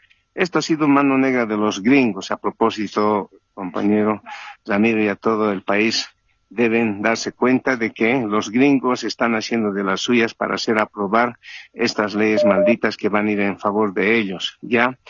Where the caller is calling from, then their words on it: Cochabamba, Bolivia; Llamo de aquí, de la zona sur de Cochabamba, Cercado.